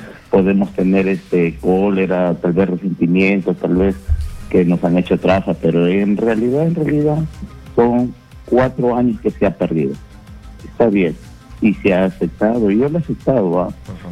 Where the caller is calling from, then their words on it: Trujillo, La Libertad, Peru; De Trujillo, La Libertad.